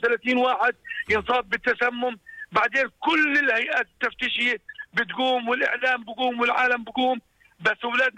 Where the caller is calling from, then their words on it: Jordan; في مجتمعنا الأردني الآن.